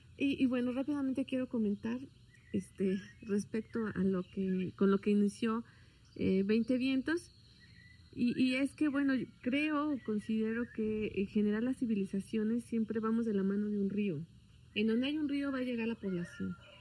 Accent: Huauchinango, Puebla, Mexico; moved away; also born or lived in Mexico City; soy de Huauchinango, Puebla

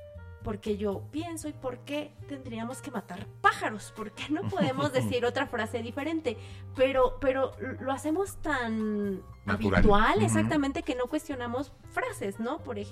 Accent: Mexico; en México estamos buscando quién nos materne o nos paterne

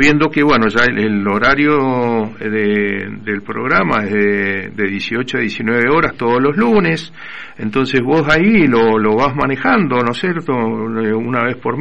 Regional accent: Argentina; nos afectan a todos como argentinos

